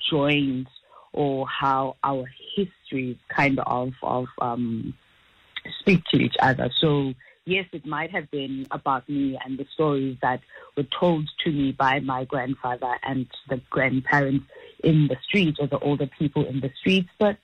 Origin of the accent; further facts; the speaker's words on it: Cape Town, Western Cape, South Africa; also born or lived in Witbank / Elsies River; So I'm from Gugulethu to Cape Town, and before we were moved to Gugulethu, I talk about being displaced from Witbank and Elsitz River.